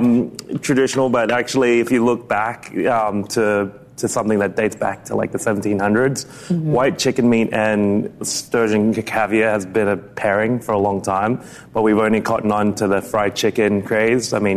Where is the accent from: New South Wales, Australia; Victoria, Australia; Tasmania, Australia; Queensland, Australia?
Queensland, Australia; Port Douglas; moved away; I'm from the very north. It's actually called Far North Queensland.